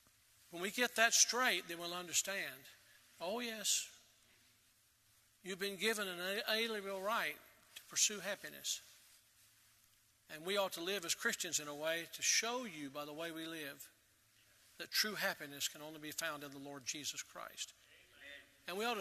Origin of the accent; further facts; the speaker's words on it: United States; Yes, I'm an American